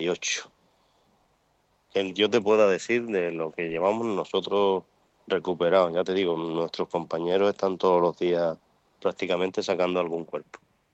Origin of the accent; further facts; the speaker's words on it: Lanzarote, Canary Islands, Spain; moved away as an adult; now in Ceuta, Spain; Sí, nací en Gran Canaria y, vamos, me crié en Lanzarote.